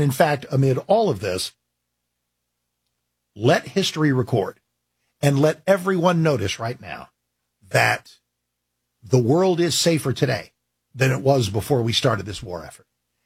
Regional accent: United States; but just as an American, as a person, I'd like sanity returned to the Middle East.

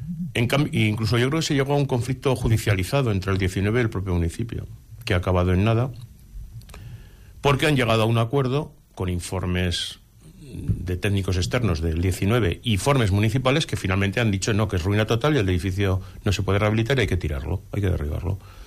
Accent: Pozondón, Aragon, Spain; en la sede de Ser Teruel me siento como en mi casa porque, como he dicho, soy de Teruel, soy de Pozondo.

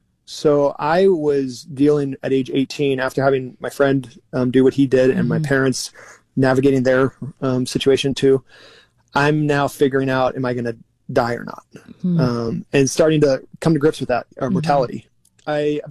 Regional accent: Orange County, California, United States; born there; moved away as an adult; also born or lived in San Luis Obispo; I had grown up in a congregation that I loved, but I moved away from there. Mm. And I moved up from Orange County to San Luis Obispo

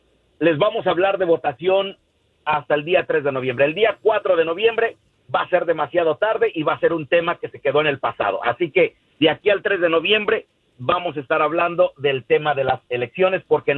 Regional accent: Mexico; tenemos que cerrar filas como inmigrantes, como hispanos, como mexicanos, como latinos

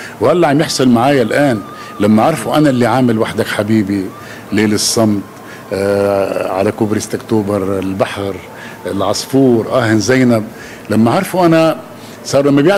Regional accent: Tripoli, North Governorate, Lebanon; أنا طرابلس لبنان

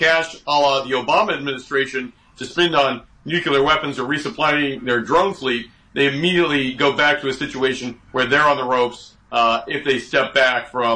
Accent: Iowa, United States; like fertilizer, important to my home state of Iowa

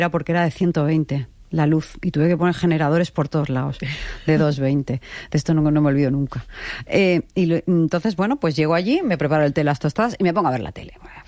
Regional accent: Balearic Islands, Spain; Y ahí dije, pues … soy de Mallorca y bueno, no sé dónde tal.

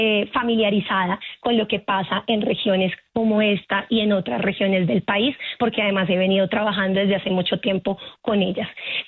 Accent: Bogotá, Colombia; born there; Yo, si bien nací en Bogotá

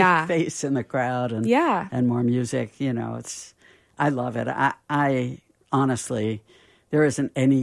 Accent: New York, United States; I'm from New York, and I like it here.

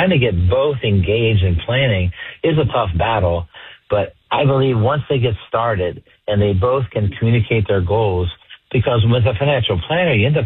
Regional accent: United States; as an American.

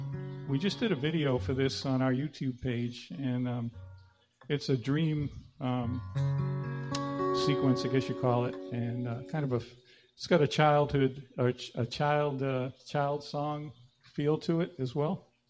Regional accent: Massachusetts, United States; also born or lived in Boston; I grew up right outside of Boston and lived in Boston for a while. Di and I lived in several different sections of Boston in our time, too.

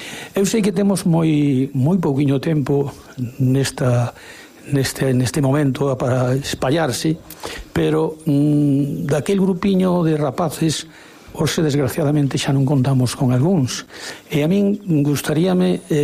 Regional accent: Picota, Galicia, Spain; Todos aqueles rapaces, que nos fomos máis de 20, 25 como moito, pois vimos a evolución da Picota desde aquel grupiño de casas espalladas pola carretera da Serra de Outes

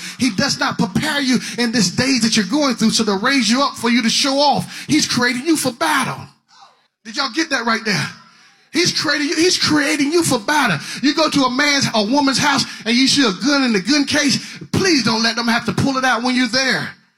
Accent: North Carolina, United States; When we was growing up in Eastern North Carolina, you know about this time of the year, right about October, they were killing hogs.

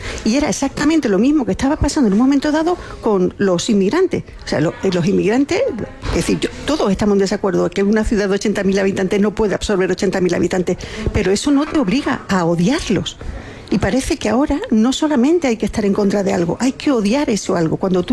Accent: Ceuta, Spain; Mira, yo vengo de Ceuta.

